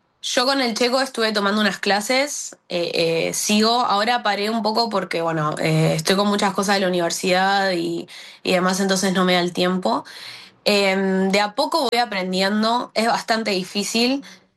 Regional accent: Argentina

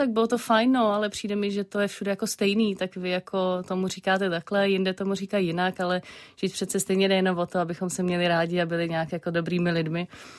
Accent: Prague, Czechia; protože jsem vyrostla v Praze, nějak nemám ani vlastně nějakou jako tradiční víru převzatou od prarodičů nebo tak.

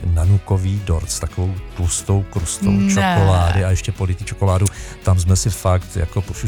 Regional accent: Olomouc, Olomouc Region, Czechia; Stejně tak já vzpomínám na Olomouc, na mé rodné město, když jsme chodili na základní školu

